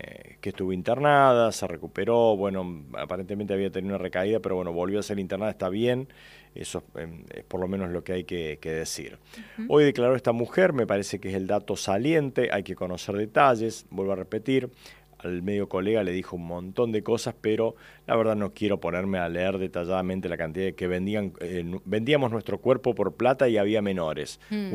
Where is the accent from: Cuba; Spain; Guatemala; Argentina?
Argentina; como argentinos, somos totalmente subjetivos, soy totalmente subjetivo